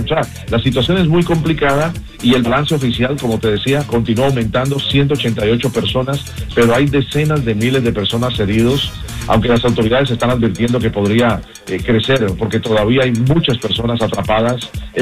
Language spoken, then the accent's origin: Spanish; Colombia; tú y yo que somos de Colombia lo vivimos